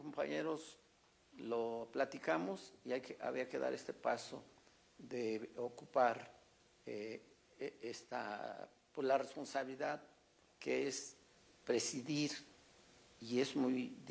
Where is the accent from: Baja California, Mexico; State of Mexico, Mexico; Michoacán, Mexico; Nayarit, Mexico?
State of Mexico, Mexico; Texcoco; he sido alcalde de mi tierra, de Texcoco.